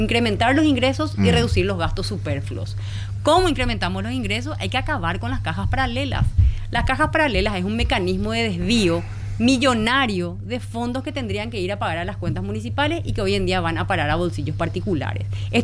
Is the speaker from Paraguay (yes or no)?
yes; Asunción, Paraguay; qué relajados que somos los asuncenos